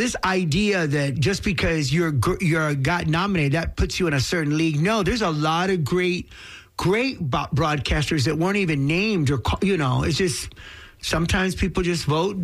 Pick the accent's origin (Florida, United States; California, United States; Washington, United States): Florida, United States; Tampa; Yeah, I'm a lifelong Tampa resident